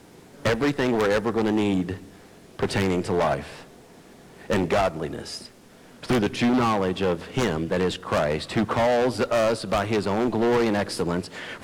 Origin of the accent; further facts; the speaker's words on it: United States; I'm American.